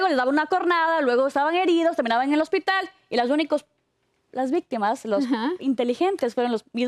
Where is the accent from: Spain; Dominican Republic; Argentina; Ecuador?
Ecuador; moved away; soy de Ecuador y las cosas cuando yo vine a este país no eran así.